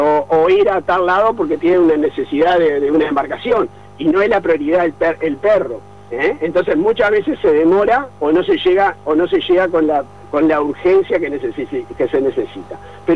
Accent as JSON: {"language": "Spanish", "region": "Maldonado", "country": "Uruguay", "said": "Lo que somos de Maldonado"}